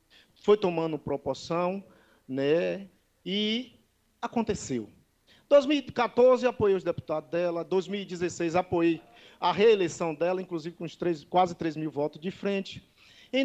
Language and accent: Portuguese; Bahia, Brazil; especialmente ao picado, lugar onde fui criado